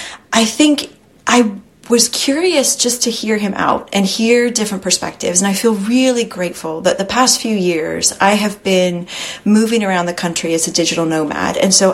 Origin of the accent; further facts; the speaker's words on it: Texas, United States; I grew up in Texas. You know, I grew up in a really red spot. You know, my family is all shades of the political rainbow